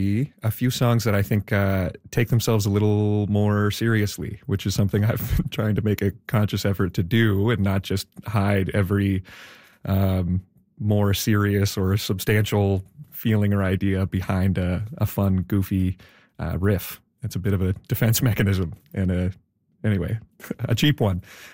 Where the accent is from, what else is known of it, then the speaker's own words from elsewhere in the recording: Wolfville, Nova Scotia, Canada; I grew up in Wolfville, very kind of artsy-fartsy musical town.